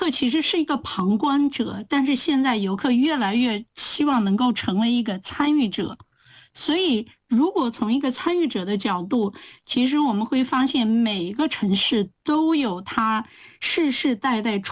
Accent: Linyi, Shandong, China; moved away; 比如说我的老家是临沂

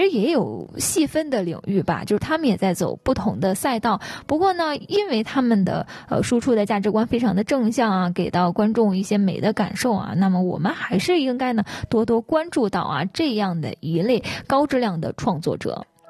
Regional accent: China

